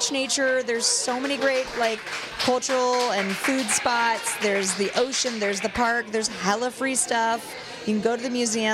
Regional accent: California, United States; Okay, so my family is French, but I'm Californian too

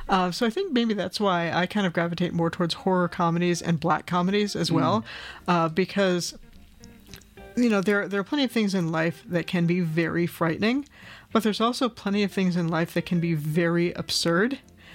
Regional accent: Rust Belt, United States; when you're born and raised in the Rust Belt, you just kind of have a propensity towards a little bit of a black humor.

